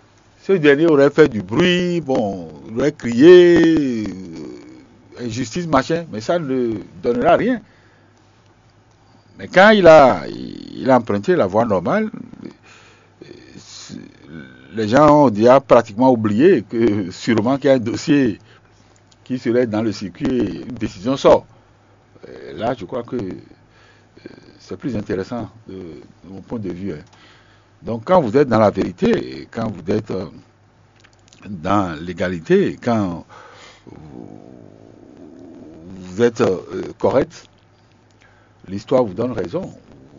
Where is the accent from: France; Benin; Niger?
Benin; je suis béninois.